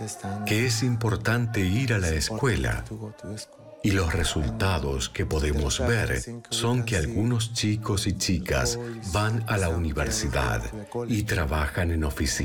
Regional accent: Gublak, Benishangul-Gumuz, Ethiopia; soy de Gublak. Estoy en 8º grado.

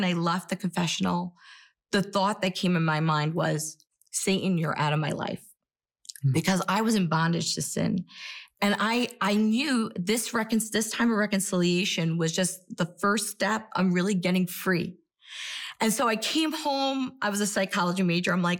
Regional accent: New York, United States; You know, I'm from New York. We don't hug each other, you know, unless you know each other.

